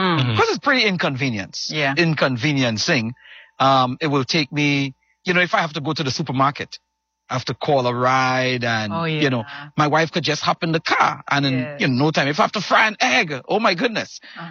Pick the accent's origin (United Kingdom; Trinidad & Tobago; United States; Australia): Trinidad & Tobago; So I was born in Trinidad, and people hear my accent